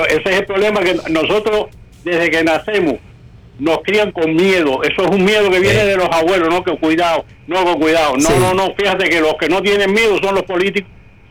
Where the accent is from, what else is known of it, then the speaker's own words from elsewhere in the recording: Cuba; moved away; nosotros somos cubanos también y yo conozco Cuba.